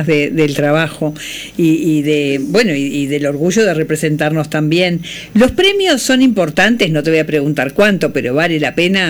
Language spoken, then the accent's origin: Spanish; Uruguay